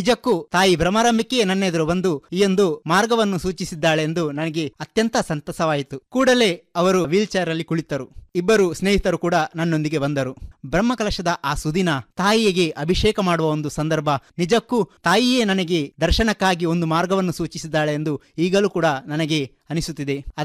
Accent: Devandabettu, Karnataka, India; ನಮ್ಮ ಊರಿನ ಗ್ರಾಮದೇವತೆಯಾದ ದೇವಂದಬೆಟ್ಟು ಶ್ರೀ ಲಕ್ಷ್ಮೀ ವಿಷ್ಣುಮೂರ್ತಿ ದೇವಸ್ಥಾನದ

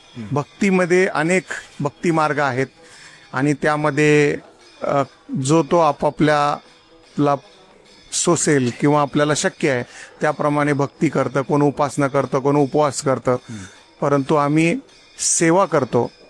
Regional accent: Phaltan, Maharashtra, India; now in Kolhapur, India; मी मूळचा फलटणचा आहे, परंतु मुंबई हायकोर्टामध्ये गेल्या 28 वर्ष ते प्रॅक्टिस करत आलेलो आहे

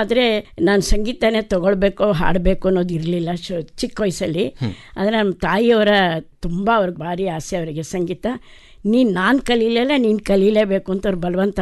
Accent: Mysore, Karnataka, India; ಮೂಲತಃ ನಾನು ಹುಟ್ಟಿ ಬೆಳೆದಿದ್ದೆಲ್ಲ ಮೈಸೂರು. ಆದರೆ ನಮ್ಮ ತಂದೆಯವರೆಲ್ಲ ಇದ್ದಿದ್ದು ರುದ್ರಪಟ್ಟಣಂ ಗ್ರಾಮದಲ್ಲಿ, ಅರಕಲಗೂಡು ತಾಲೂಕಿನ ರುದ್ರಪಟ್ಟಣಂ ಗ್ರಾಮದಲ್ಲಿ.

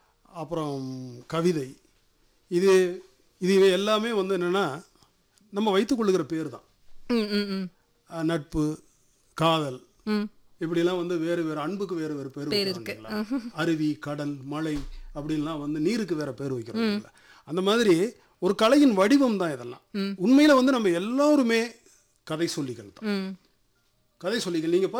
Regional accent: Palani, Tamil Nadu, India; also born or lived in Pollachi / Madurai; எனக்கு பழனி தெரியும், நான் என்னுடைய சொந்த ஊர் பழனி, பிறந்து வளர்ந்தது படித்தது எல்லாம்.

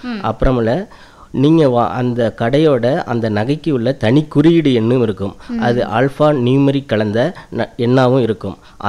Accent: Thirupattinam, Tamil Nadu, India

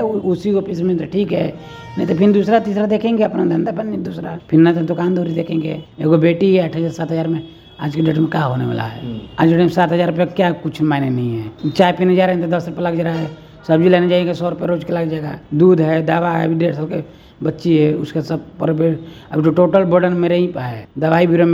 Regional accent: Bihar, India; now in Sasaram, India; मेरा गांव ढौड़ा धंकाड़ा है

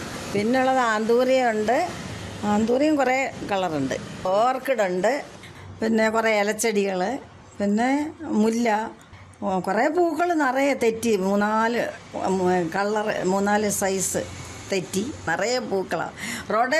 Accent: Pattazhi, Kerala, India; moved away

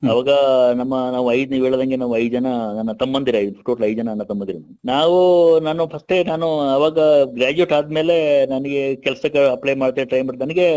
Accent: Kodagu, Karnataka, India; moved away as an adult; ನಾವು ನಾರ್ಮಲ್ ಇಲ್ಲಿ ಕೊಡಗಿನೋದ್ರಿಂದ

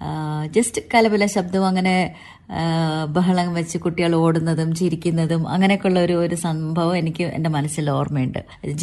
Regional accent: Kannur, Kerala, India; born there; moved away; also born or lived in Chennai; ഞാൻ ജനിച്ചത് കണ്ണൂരാണ്.

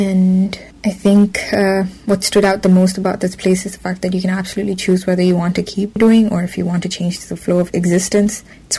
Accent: Thiruvananthapuram, Kerala, India; moved away as an adult; now in Vancouver, Canada; I hail from Trivandrum. I'm currently living the expat life in Vancouver, British Columbia, a beautiful, beautiful province in Canada.

